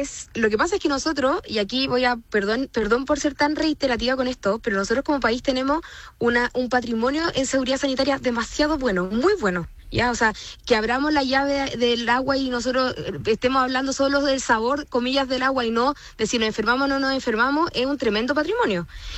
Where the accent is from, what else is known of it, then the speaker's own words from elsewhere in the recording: Chile; hay vectores y hay ciertos microorganismos que no estamos acostumbrados como chilenos a enfrentar